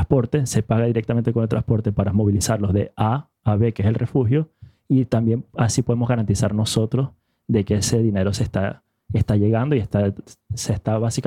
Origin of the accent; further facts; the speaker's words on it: Venezuela; Es una realidad que, como venezolano y con otras personas venezolanas, hemos hablado de cómo se puede canalizar de esto de manera más transparente.